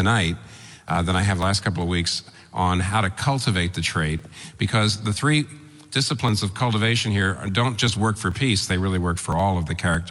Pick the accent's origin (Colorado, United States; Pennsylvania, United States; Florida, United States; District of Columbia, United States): Pennsylvania, United States; And that's why I'm here. I'm from Pennsylvania.